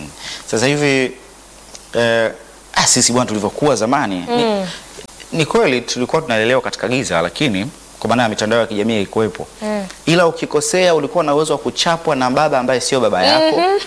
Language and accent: Swahili; Songea, Ruvuma, Tanzania; Kule kwetu Songea.